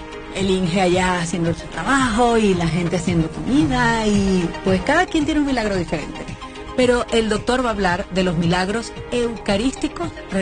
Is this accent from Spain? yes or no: no; Venezuela; Bueno, eso se lo digo yo porque soy venezolana, ¿verdad?